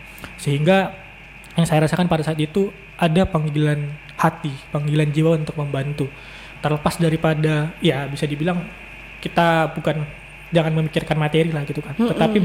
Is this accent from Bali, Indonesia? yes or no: no; Pandan, North Sumatra, Indonesia; Saya di Lubuk Toko Baru sih kak.